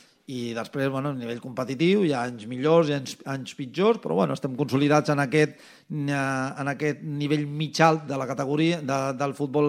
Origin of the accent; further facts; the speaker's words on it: Castelldefels, Catalonia, Spain; de moltes famílies que tots ens sonen de la ciutat de Castelldefels, que som de Castelldefels de tota la vida